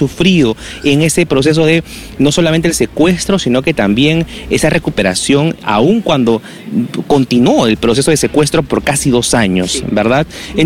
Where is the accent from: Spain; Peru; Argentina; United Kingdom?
Peru; le decimos aquí en Perú